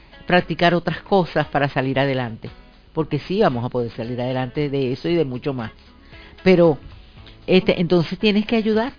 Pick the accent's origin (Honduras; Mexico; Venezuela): Venezuela; soy venezolana y estoy aquí